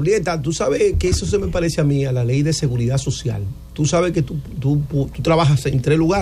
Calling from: Dominican Republic; nosotros como República Dominicana

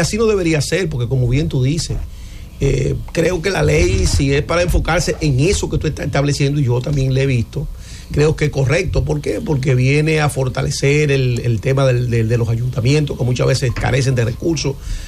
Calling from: Dominican Republic; nosotros como República Dominicana

